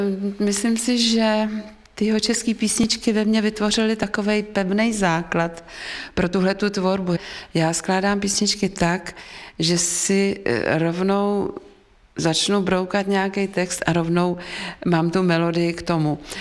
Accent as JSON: {"language": "Czech", "region": "Vysočina Region", "country": "Czechia", "tie": "born there"}